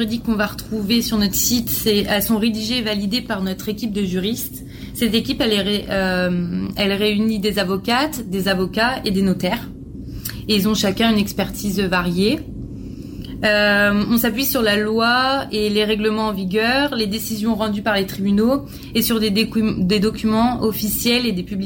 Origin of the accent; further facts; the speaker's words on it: France; moved away as an adult; now in Quebec, Canada; je suis française, je suis arrivée au Québec depuis un an et demi en PVT.